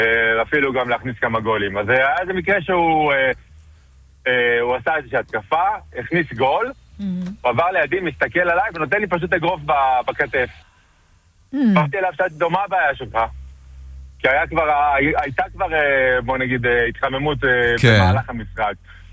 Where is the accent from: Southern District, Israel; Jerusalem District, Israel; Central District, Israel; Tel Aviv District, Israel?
Tel Aviv District, Israel; Bat Yam; also born or lived in Metula; שם גדלתי כילד